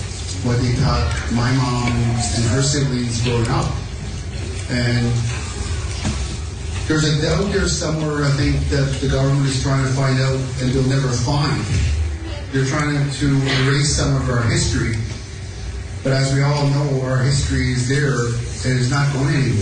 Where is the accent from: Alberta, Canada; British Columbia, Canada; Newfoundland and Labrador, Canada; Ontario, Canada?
Newfoundland and Labrador, Canada; Because we're not from Ottawa. We don't have a land in Ottawa. They're just in a room, closed up, locked up. I said, they don't belong there. I said, those artifacts belong in Labrador.